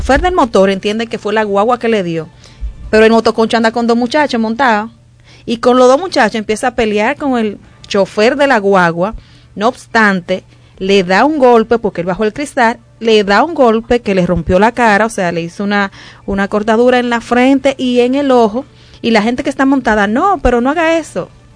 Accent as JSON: {"language": "Spanish", "country": "Dominican Republic", "said": "que obviamente los ambientalistas y nosotros mismos como dominicanos ya realmente no podemos permitir que todas nuestras cordilleras sean intervenidas"}